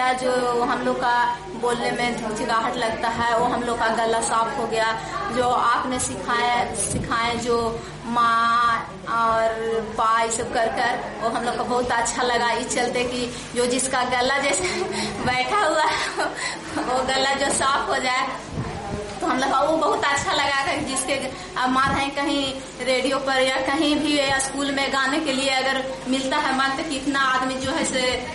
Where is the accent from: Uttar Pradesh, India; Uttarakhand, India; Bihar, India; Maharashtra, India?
Bihar, India; Deo; मैं देव की रहने वाली हूँ